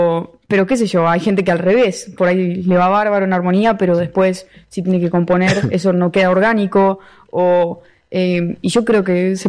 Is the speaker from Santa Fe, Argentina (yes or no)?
no; Buenos Aires, Argentina; born there; yo soy de acá de Buenos Aires.